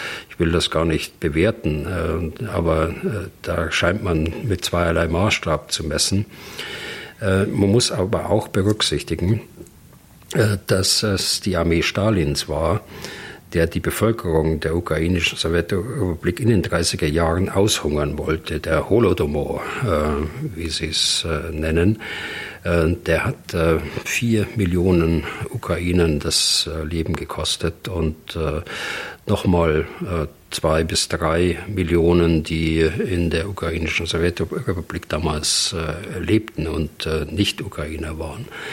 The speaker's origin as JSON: {"language": "German", "region": "West Germany", "country": "Germany", "tie": "born or raised there", "said": "bei uns in Westdeutschland, wo ich groß geworden bin"}